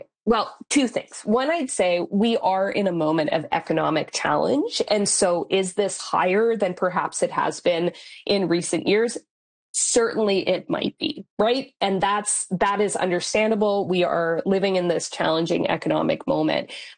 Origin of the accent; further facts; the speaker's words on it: Saskatchewan, Canada; I grew up in Northern Saskatchewan